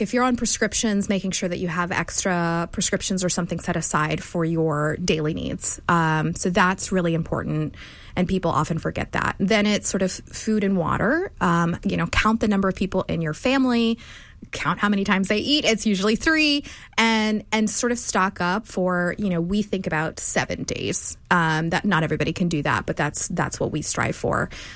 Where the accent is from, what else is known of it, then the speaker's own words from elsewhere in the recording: Houston, Texas, United States; I was born and raised in Houston. I love Houston.